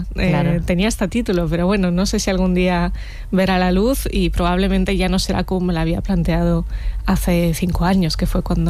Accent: Los Alcázares, Region of Murcia, Spain; Yo crecí en un pueblo de Murcia llamado Los Alcázares, que está en el Mar Menor, y la biblioteca local es un sitio bastante pequeñito, pero para mí era un mundo.

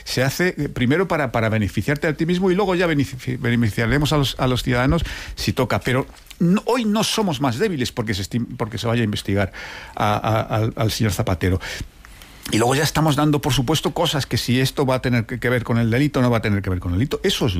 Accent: Spain; porque yo como español no quiero que un expresidente de mi país esté investigado

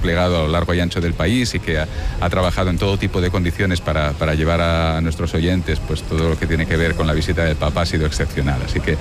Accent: Barcelona, Catalonia, Spain; Como barcelonés, el momento, el espectáculo de la Sagrada Familia fue ciertamente impresionante

